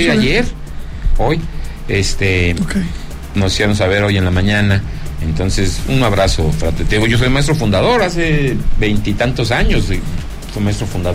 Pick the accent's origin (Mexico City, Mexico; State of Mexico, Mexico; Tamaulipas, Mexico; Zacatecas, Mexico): Zacatecas, Mexico; Tú sabes que eres parte de mi tierra Zacatecas, parte de la alineación original, y siempre eres bienvenido.